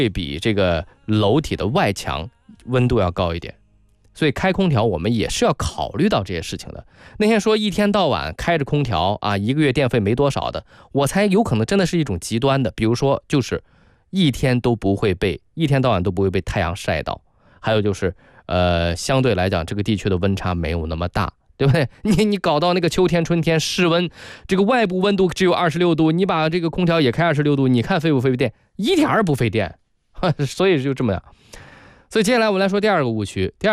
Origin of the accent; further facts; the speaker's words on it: Tai'an, Shandong, China; moved away; 因为我是从小在山东长大的，就这一点我很明白。山东呢，这个我们那个城市是泰安啊，是一个旅游城市，三线的，是一个三线城市。